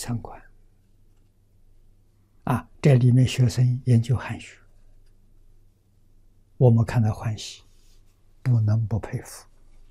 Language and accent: Chinese; China; 我们中国人说80岁